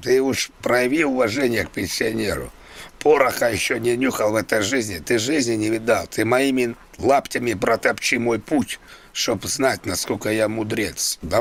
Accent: Moscow, Russia; Да, Чертановская, Москва, я здесь, я москвич коренной.

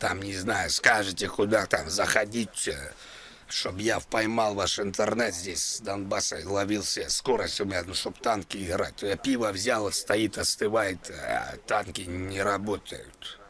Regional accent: Moscow, Russia; accent: Moscow; Я коренной москвич, это по акценту, я думаю, всем понятно. Москвич я, москвич. У меня с детства Москва.

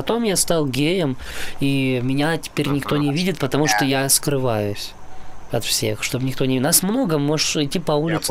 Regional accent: Moscow, Russia; Папа, я папа, из Москвы.

